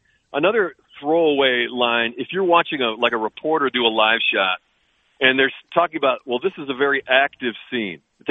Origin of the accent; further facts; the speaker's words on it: Beloit, Wisconsin, United States; I'm from Beloit